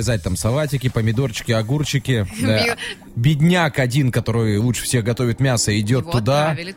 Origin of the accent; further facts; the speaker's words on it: Siberia, Russia; мы сибиряки.